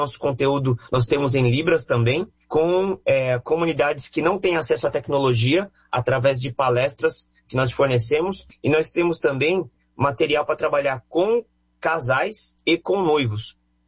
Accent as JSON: {"language": "Portuguese", "country": "Brazil"}